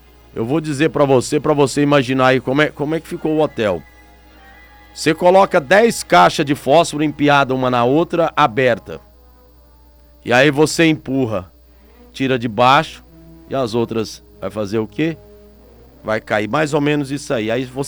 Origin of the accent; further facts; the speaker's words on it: Brazil; Nós somos brasileiros, eles venezuelanos.